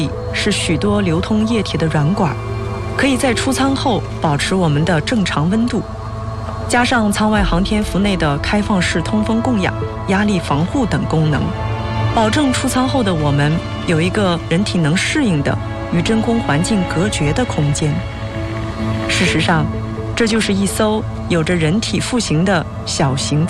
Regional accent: China; 我们中国人

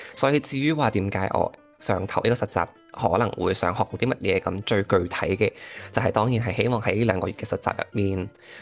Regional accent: Macau; moved away as an adult; now in Shanghai, China; 我系目前就读喺复旦大学新闻学院广告学嘅研究生二年级， … 咁我系嚟自澳门嘅。

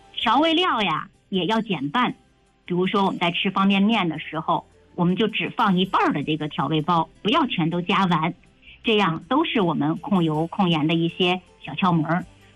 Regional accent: northern China, China; 我们北方人啊都喜好偏咸口

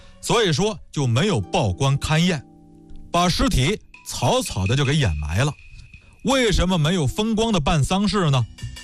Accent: China; 但是你看我们老家呢，也是在渤海边上，吃这个螃蟹还有这个虾爬子

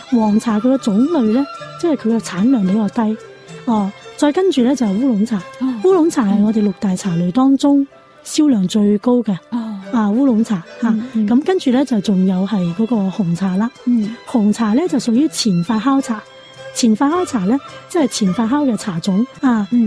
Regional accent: Guangzhou, Guangdong, China; 尤其係我哋廣州人嘅。

